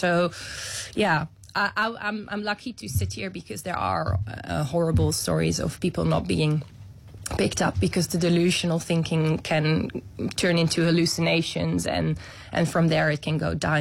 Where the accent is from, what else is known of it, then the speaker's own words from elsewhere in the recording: Netherlands; moved away as an adult; I'm from the Netherlands.